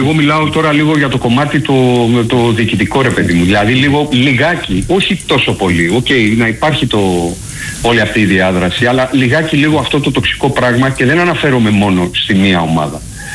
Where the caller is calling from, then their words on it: Chalandri, Attica, Greece; είμαι από Χαλάνδρη